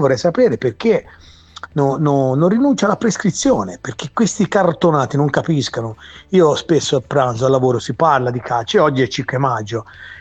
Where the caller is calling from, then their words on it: Buti, Tuscany, Italy; da Buti. Allora, a parte che non si dorme dal pareggio col Verona, è una tragedia. Io ho 52 anni, 51 e mezzo